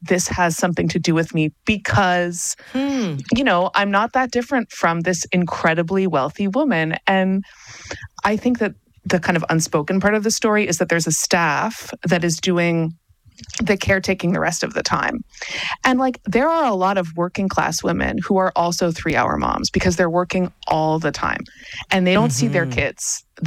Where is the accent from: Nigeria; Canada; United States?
Canada; I'm saying this as a Canadian right now